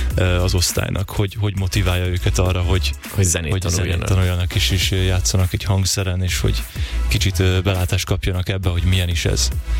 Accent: Hungary; also born or lived in England; Természetesen, ugye Angliában születtem, édesapám angol, és édesanyám pedig magyar. És a szüleim elválásukor 4 éves koromba jöttem az a édesanyámmal és testvéremmel, és itt nevelkedtünk föl.

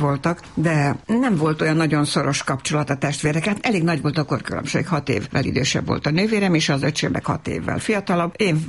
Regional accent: Novi Sad, Vojvodina, Serbia; Hát Újvidéken, a városban nőttem fel, szerb környezetben, tehát az utcán szinte ugyanabban az időben tanultam meg magyarul is, meg szerbül is, tehát ez a két nyelvűség az olyan természetes volt

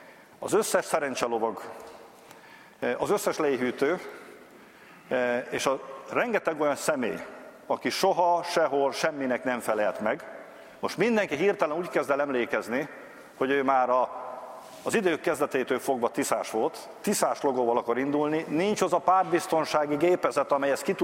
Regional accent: Csenger District, Szabolcs-Szatmár-Bereg, Hungary; ráadásul ez a Csengeri járás egyik települése, az ország legszegényebb járása, ahonnan én származom.

